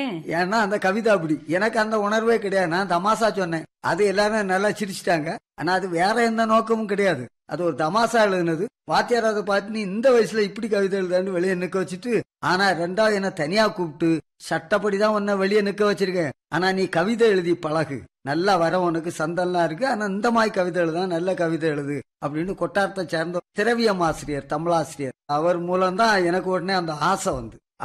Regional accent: Agastheeswaram, Tamil Nadu, India; அகஸ்தீஸ்வரம் சொந்த ஊர்.

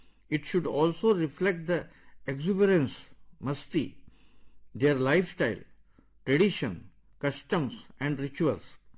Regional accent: Varanasi, Uttar Pradesh, India; I was born and brought up in Varanasi

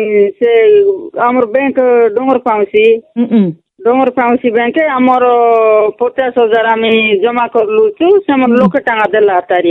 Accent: Barangguda, Odisha, India; ଆମର ଗାଁ ବାରଙ୍ଗୁଡା GP ରାନୀଗୁଡା ତାନା Kundra post office ଭୂଷାଙ୍ଗୁଡା

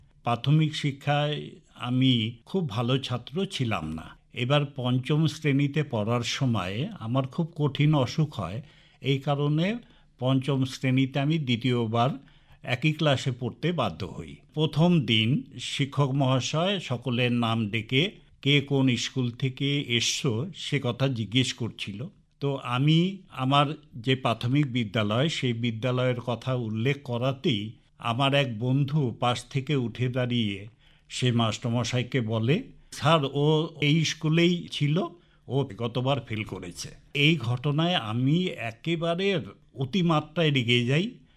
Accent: Jalpaiguri district, West Bengal, India; born there; আমার জন্ম জলপাইগুড়ি জেলার ধূপগুড়ি ব্লকের জুরাপানি নামক একটি গ্রামে, 29 জানুয়ারি 1962 সালে।

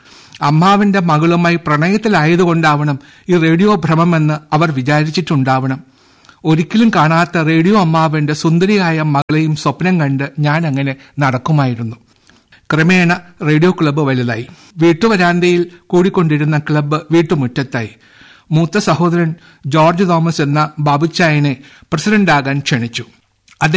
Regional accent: Thiruvananthapuram, Kerala, India; എന്റെ ബാല്യകാലത്ത് ശാസ്തമംഗലത്ത് ശ്രീരംഗം ലെയ്നിലുള്ള ഞങ്ങളുടെ വീട്ടിലെ

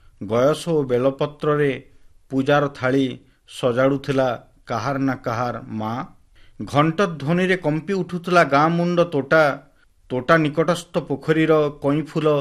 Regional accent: Sonepur, Odisha, India; born there; ମୁଁ ସୋନପୁରର ଗୋଟେ ଗାଁରେ ଜନ୍ମ ଏବଂ ସୋନପୁର ହେଉଛି ଭୀମଭୋଇଙ୍କର ଗୋଟେ ସାଧନାସ୍ଥଳୀ

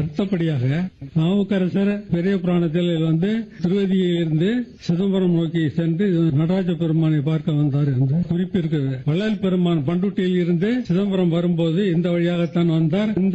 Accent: Tamil Nadu, India; நான் பிறந்து வளர்ந்த ஊர் கஞ்சம்நாதன் பேட்டை. கிட்டத்தட்ட 70 ஆண்டுகளாக இந்த திருக்கோயில் நான் வந்து விநாயகருடைய பக்தராக இருந்து வருகிறேன்.

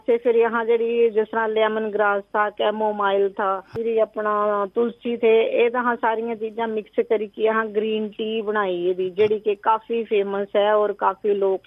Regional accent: Nadan, Himachal Pradesh, India; और मेरा गांव नड़न, पंचायत नाणा।

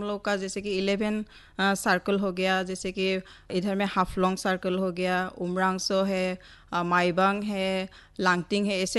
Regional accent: Diphu, Assam, India; born there; also born or lived in Guwahati / Sonari; now in Haflong, India; मेरा जो जन्म हुआ था दीफू में हुआ था और मेरा शादी हुआ था गुवाहाटी में हुआ था। और अभी तो इधर में 5 साल हो गया

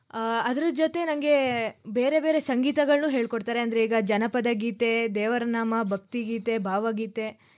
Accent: Mysuru, Karnataka, India; ನಾನು ಮೈಸೂರು.

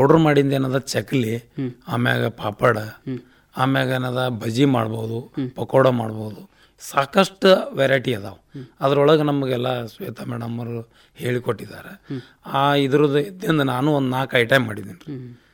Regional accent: Vijayapura, Karnataka, India

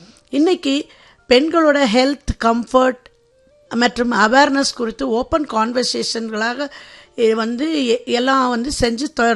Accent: Coimbatore, Tamil Nadu, India; நான் கோயம்புத்தூர்லேயே பிறந்து வளர்ந்தது.

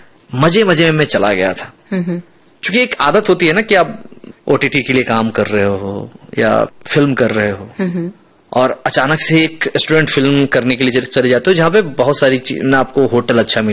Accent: Bihar, India; first language Bajjika; Hindi is a second language; और बज्जिका मेरी मातृभाषा है। मेरी दादी, मेरे दादा, मेरे घर में आज भी जब अगर आपके सामने मेरा फोन आ जाए तो मैं अपनी माता जी से, पिताजी से बज्जिका में ही बात करूंगा।

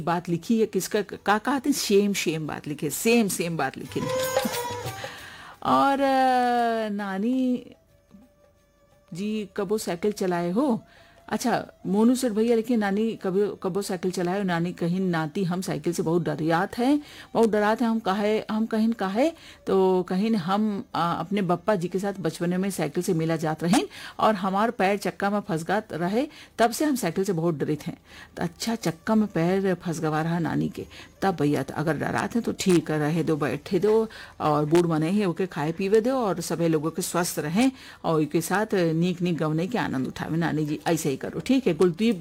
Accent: Katra, Uttar Pradesh, India; कटरा बारामंकी का रहने वाला हूँ

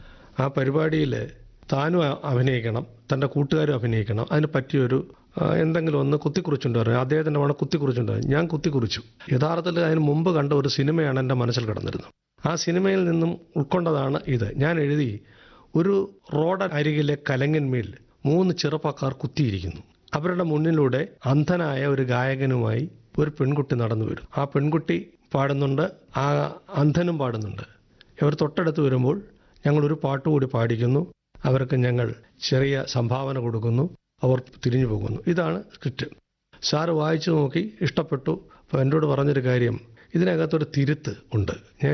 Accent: Perumpuzha, Kerala, India; ഞാൻ ജനിച്ചത് പെരുമ്പുഴയിലാണ്. പെരുമ്പുഴ എന്നത് വളരെ പ്രസിദ്ധമായ ചരിത്രത്തിലിടം നേടിയ കുണ്ട്ര എന്ന പ്രദേശത്ത് തൊട്ടാണ്.

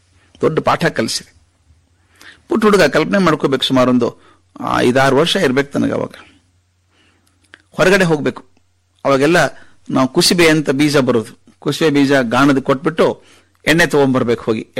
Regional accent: Bagalkot, Karnataka, India; ಶಿಕ್ಷಣದ ತೊಂದರೆ ಆಗಬಾರದು ಅಂತ ನಾನು ನನ್ನ ಅಕ್ಕ ನಮ್ಮ ಅಜ್ಜಾಜಿ ಜೊತೆಗೆ ಬಾಗಲಕೋಟೆಯಲ್ಲಿ ಇದ್ವಿ. ಬಹಳಷ್ಟು ದಿವಸ ನನ್ನ ಅಜ್ಜನ ತೋಳಲ್ಲೇ ಬೆಳೆದದ್ದು ನಾನು.

